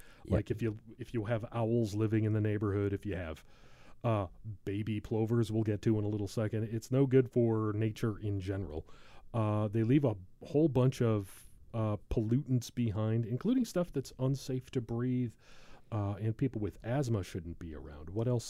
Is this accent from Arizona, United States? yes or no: no; Geneva, Illinois, United States; I grew up in a small town. There's always a fireworks show for the 4th of July. Actually, I grew up in Geneva